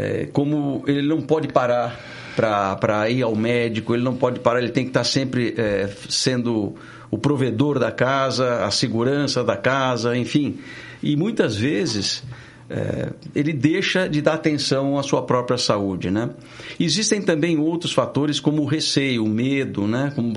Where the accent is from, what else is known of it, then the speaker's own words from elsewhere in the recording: São Lourenço do Oeste, Santa Catarina, Brazil; born there; Eu nasci em São Lourenço do Oeste, Santa Catarina. É perto ali no oeste, é perto de, entre Pato Branco e Beltrão, faz divisa com o Paraná, a minha cidade.